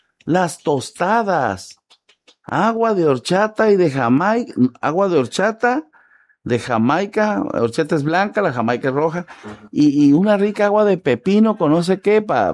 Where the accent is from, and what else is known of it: Mexico